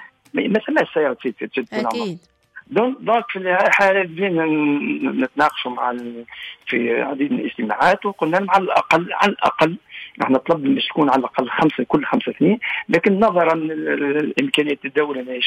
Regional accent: Tunisia; وكانت الناس تحترمنا وعلى كل صعد ويستفيد تقول أنا تونسي

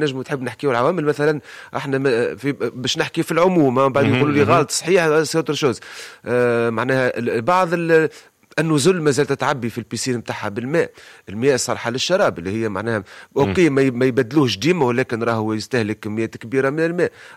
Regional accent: Sfax, Sfax Governorate, Tunisia; عندنا في صفاقس

